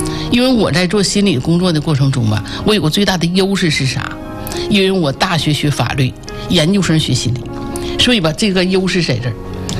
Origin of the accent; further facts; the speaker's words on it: Jinzhou, Liaoning, China; born there; 我就生在锦州嘛哈，那是那儿叫南大坝。